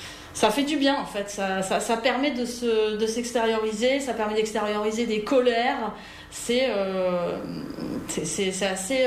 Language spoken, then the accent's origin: French; Nouvelle-Aquitaine, France; Et puis, par exemple, comme je viens du Pays Basque et que j'ai un peu grandi là-dedans, il y avait des choses qui étaient très revendications, très politiques, qu'on voyait.